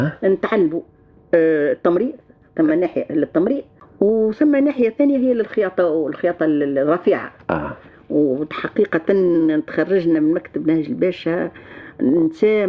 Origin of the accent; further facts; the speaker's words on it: Tunis, Tunis Governorate, Tunisia; born there; also born or lived in Kairouan; اللي احنا من القيروان، أصيلة القيروان، أصيلي القيروان، ولو انا مولود في تونس اما أصيلي القيروان.